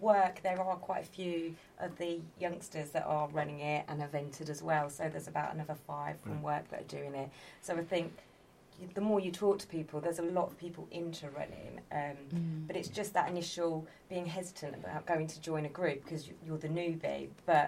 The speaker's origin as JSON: {"language": "English", "town": "Peterborough", "region": "East of England", "country": "United Kingdom", "tie": "born or raised there"}